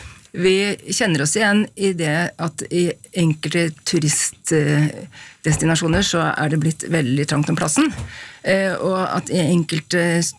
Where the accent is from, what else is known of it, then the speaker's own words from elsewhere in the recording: Flisa, Innlandet, Norway; der jeg kommer fra på Flisa.